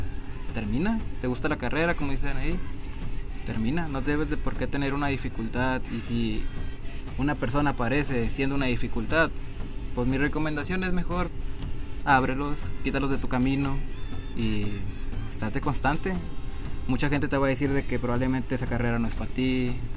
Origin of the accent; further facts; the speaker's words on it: Palau, Coahuila, Mexico; como yo soy de Palau, en Palau pues es un pueblo chiquito